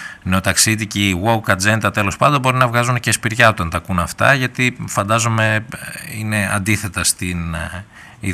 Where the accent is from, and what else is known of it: Greece